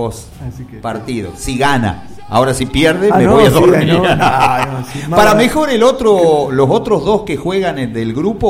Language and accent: Spanish; Argentina; Somos argentinos y listo.